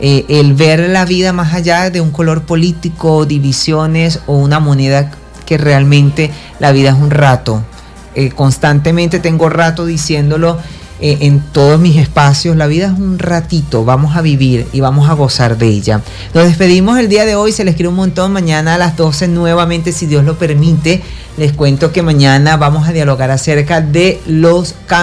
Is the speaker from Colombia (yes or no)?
no; Venezuela; aunque estoy en mi país y no he tenido la necesidad por ahora de irme del todo